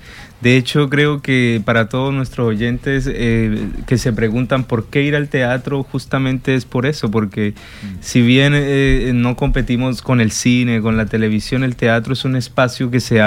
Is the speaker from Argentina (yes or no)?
no; Colombia; now in Santiago, Chile; Yo soy colombiano